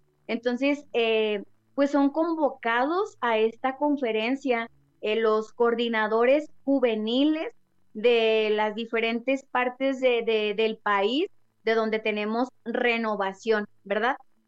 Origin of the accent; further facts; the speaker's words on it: Ciudad Juárez, Chihuahua, Mexico; venimos siete representantes de Sonora, que es nuestra coordinadora nacional, de León, de Puebla, de Veracruz, de Casas Grandes, de Ciudad Juárez, que vengo yo, y el otro chico se me olvida.